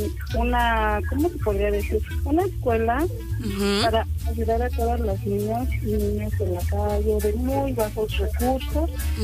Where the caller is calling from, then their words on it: Cuernavaca, Morelos, Mexico; Aquí también, de Chami.